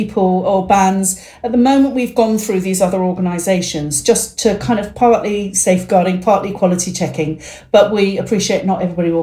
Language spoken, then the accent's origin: English; Twickenham, London, United Kingdom; also born or lived in Teddington / Peckham; I'm from here. I was born in Teddington, raised in Twickenham. But I've spent a bit of time away, ended up in Peckham, which I love.